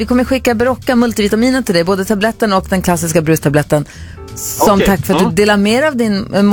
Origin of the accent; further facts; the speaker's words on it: Luleå, Norrbotten County, Sweden; Jag är ju uppvuxen i Luleå. Det är min hemstad.